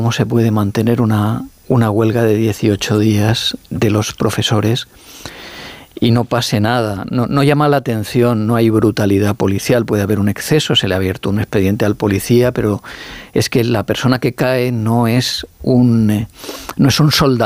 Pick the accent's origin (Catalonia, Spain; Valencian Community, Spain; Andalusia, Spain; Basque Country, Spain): Valencian Community, Spain; Alicante; Y soy alicantino, o sea, valenciano.